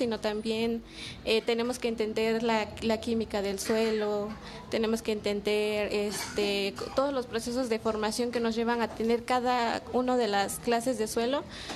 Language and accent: Spanish; Metlatonoc, Guerrero, Mexico; first language Mixtec; Spanish is a second language; moved away as an adult; somos de Metlatono Guerrero, o en nuestra lengua, que es el Tunzabi, es Itiatano.